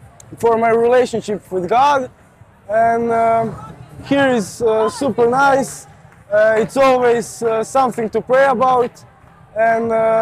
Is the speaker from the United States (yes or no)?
no; Croatia; from Croatia. This is my first time in Međugorje. I came with a group from Dugaresa, youth from Church of Blaženi Alojzije Stepinac